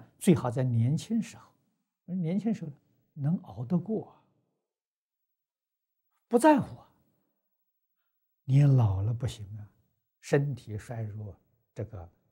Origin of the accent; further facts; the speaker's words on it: China; 我们中国人讲命运